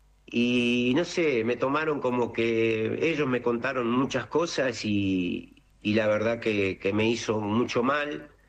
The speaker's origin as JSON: {"language": "Spanish", "country": "Argentina"}